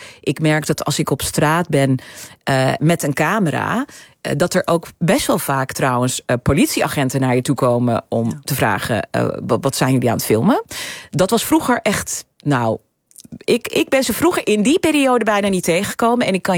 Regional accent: Netherlands; ik ben natuurlijk geboren en getogen in Nederland. En dan ga ik voor het eerst naar Turkije. Ja, ik ben toch gewoon Nederlands.

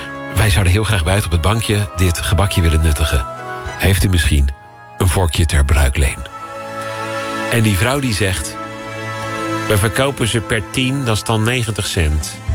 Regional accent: Netherlands; Nou zijn we natuurlijk als Nederlanders staan we echt wel bekend om het feit dat wij graag de hand op de knip houden.

